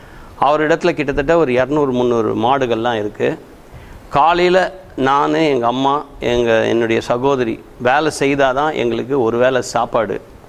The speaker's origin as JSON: {"language": "Tamil", "town": "Chennai", "region": "Tamil Nadu", "country": "India", "tie": "born or raised there"}